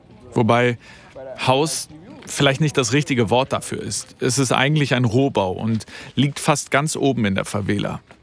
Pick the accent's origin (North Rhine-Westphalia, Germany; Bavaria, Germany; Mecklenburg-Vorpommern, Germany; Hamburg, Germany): Hamburg, Germany; Zwischen Rio und meiner Heimatstadt Hamburg liegen rund 10.000 Kilometer, 14 Flugstunden ungefähr.